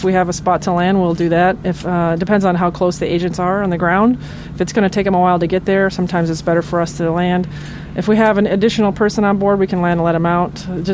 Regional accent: Wisconsin, United States; now in Yuma, United States; I'm originally from Wisconsin, so it's nice to be back home.

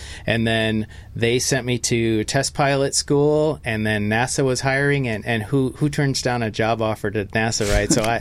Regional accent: Kenosha, Wisconsin, United States; also born or lived in North Chicago, United States; I was born in Kenosha, Wisconsin, raised here, and then moved across the state line, went to high school in North Chicago, Illinois

